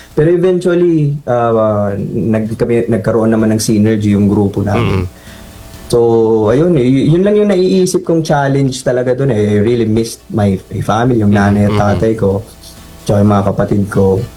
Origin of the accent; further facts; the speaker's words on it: Eastern Visayas, Philippines; moved away as an adult; now in Manila, Philippines; galing kami sa Leyting, and all of a sudden parang mag-migrate kami kumbaga to Manila.